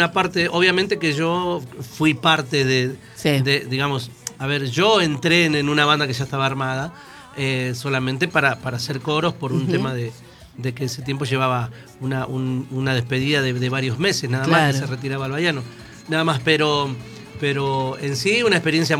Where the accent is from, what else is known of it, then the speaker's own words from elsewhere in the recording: Buenos Aires, Argentina; Es decir, hacemos cumbia santafesina, pero no somos de Santa Fe.